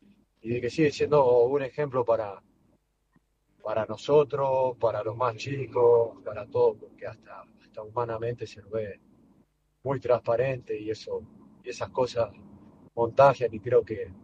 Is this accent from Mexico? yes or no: no; Argentina; que realmente como futbolero, como argentino, no, particularmente me ilusiona muchísimo.